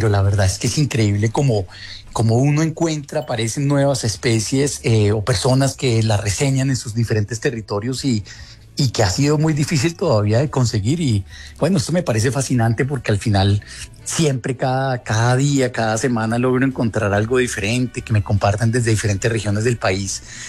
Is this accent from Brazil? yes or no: no; Colombia; uno como colombiano